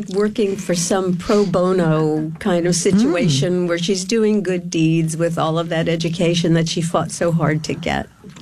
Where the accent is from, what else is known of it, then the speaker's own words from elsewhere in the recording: New York City, New York, United States; When I was a little girl, 6, 7, and 8, I grew up in Queens, New York.